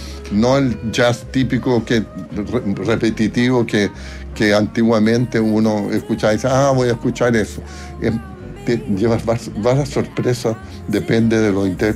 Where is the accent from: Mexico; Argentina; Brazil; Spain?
Brazil; Rio de Janeiro; also born or lived in Chile; yo me crié en Río Janeiro. Yo soy más brasilero que chileno. Nací aquí en el barrio. Aquí en Antonio Vara con Galvarino Gallardo, pero a temprana edad me fui a vivir a Río, a los 14 años